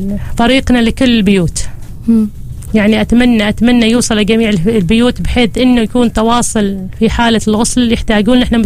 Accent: Oman; عندنا احنا كعادات عمانية

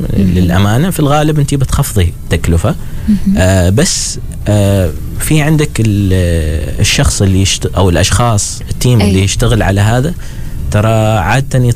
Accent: Oman; إحنا كمواهب عمانية

